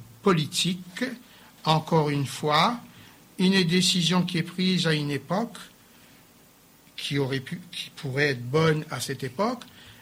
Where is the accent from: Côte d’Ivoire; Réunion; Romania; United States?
Réunion